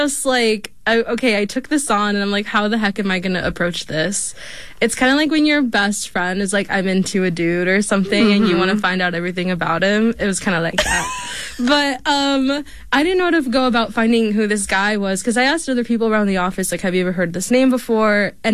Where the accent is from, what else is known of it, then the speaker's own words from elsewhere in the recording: Arizona, United States; I'm from Arizona.